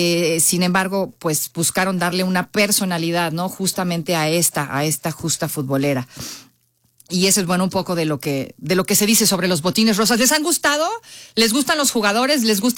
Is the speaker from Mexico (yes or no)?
yes; Mexico; personalmente como mujer y como mexicana me da mucho orgullo